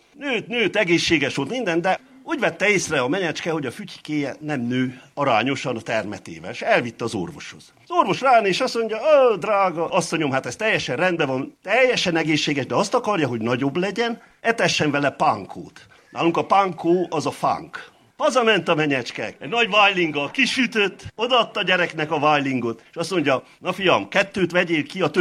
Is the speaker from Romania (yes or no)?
yes; Székely Land, Romania; now in Hungary; az én szülőfalumban nem volt túlsúlyos ember. Az akkori öregek is szikárok voltak a sok munkától, az étkezéstől, a jó minőségű ételtől. De ami még furább számomra, hogy Székelyföldön nem létezett olyan, hogy fogyókúra